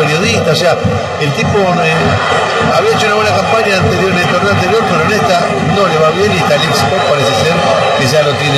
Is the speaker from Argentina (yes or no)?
yes; Argentina; No se olvide que soy argentino.